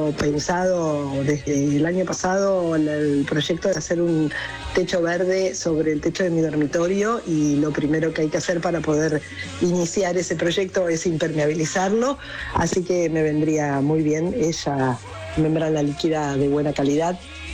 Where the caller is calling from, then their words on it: Buenos Aires, Argentina; de Villa Urquiza